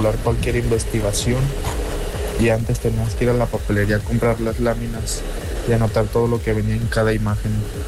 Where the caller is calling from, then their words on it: Guadalajara, Jalisco, Mexico; Saludos desde Guadalajara